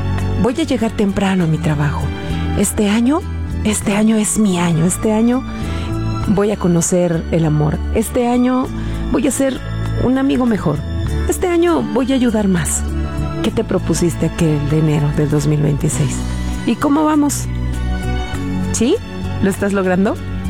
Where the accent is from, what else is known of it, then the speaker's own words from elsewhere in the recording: Mexico; nuestro país, por nuestra cultura, nuestras tradiciones, por lo que nos representa, por nuestra identidad como mexicanos.